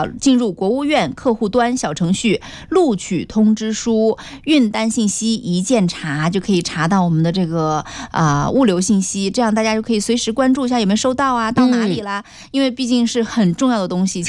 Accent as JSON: {"language": "Chinese", "town": "Taiyuan", "region": "Shanxi", "country": "China", "moved": "yes", "lives_now": "Fuzhou, China", "said": "我是太原"}